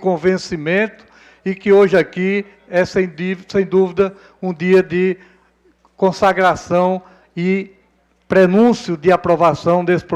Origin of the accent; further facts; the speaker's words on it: Paraíba, Brazil; enquanto paraibano